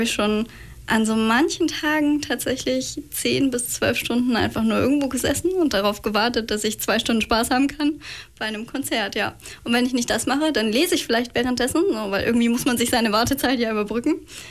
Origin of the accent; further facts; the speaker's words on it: Senftenberg, Brandenburg, Germany; Also ich komme so ein bisschen von überall und ist immer schwierig zu sagen, wo mein Zuhause ist, wo ich herkomme. Ich weiß es nicht, aber aus Senftenberg.